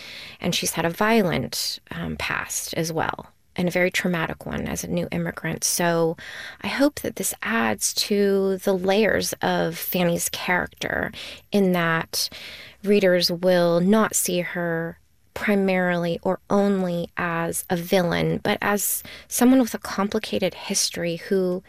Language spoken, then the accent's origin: English; Los Angeles, California, United States; So I also grew up with a single mother